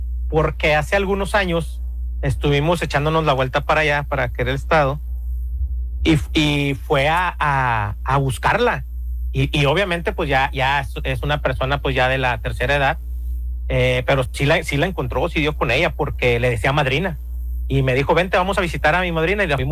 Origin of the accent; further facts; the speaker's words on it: Monterrey, Nuevo León, Mexico; born there; Yo soy nacido aquí en Monterrey.